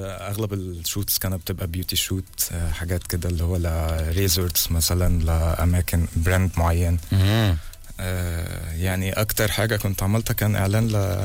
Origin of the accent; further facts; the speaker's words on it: Palestine; now in Egypt; فانا بتعامل مصري مع الناس في البيت انا فلسطيني كأني عايش في غزة بالضبط